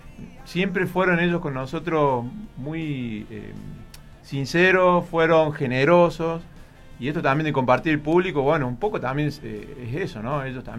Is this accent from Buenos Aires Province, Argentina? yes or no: no; Córdoba, Argentina; nosotros viniendo ahí humildemente desde el interior de Córdoba